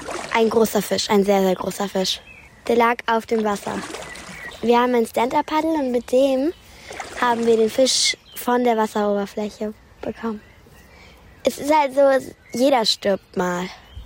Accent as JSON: {"language": "German", "region": "Berlin", "country": "Germany", "said": "ich komme aus Berlin und bin 10 Jahre alt"}